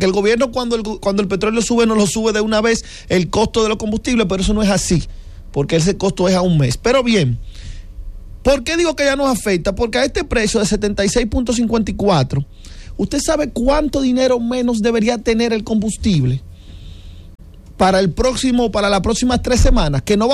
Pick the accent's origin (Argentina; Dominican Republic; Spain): Dominican Republic